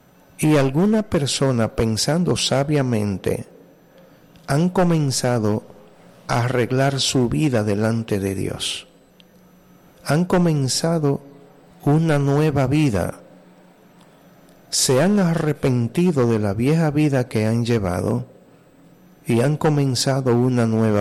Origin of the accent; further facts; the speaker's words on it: Jamao al Norte, Espaillat, Dominican Republic; nosotros, el pueblo de Jamao al norte, mi pueblo